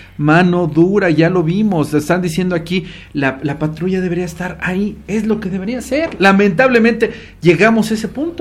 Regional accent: Mexico

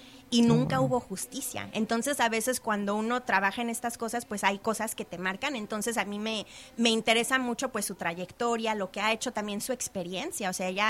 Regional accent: Mexico; now in North Carolina, United States; yo soy de México

